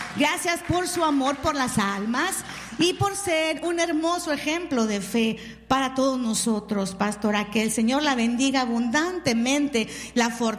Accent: Mexico; Yo soy mexicana, pero nunca escucho mariachi.

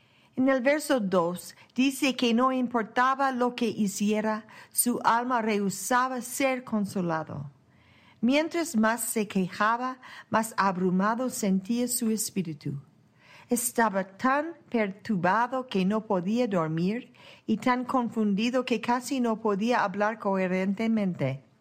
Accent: British Columbia, Canada; En lo natural, también en el Valle Fraser, de donde vengo yo, en Colombia Británica, en Canadá, hay suelo muy rico y la mayoría de las verduras y bayas crecen allí.

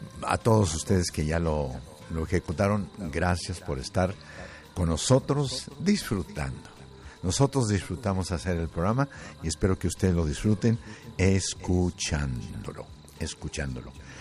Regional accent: Zacatecas, Mexico; moved away; qué está pasando por allá en mi tierra.

